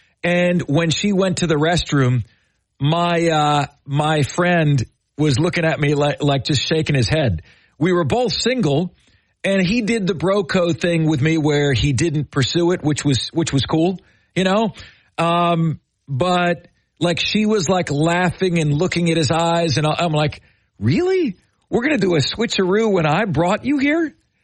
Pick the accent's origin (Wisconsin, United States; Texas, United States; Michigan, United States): Texas, United States; Houston; I lived in Houston. I was growing up in Houston.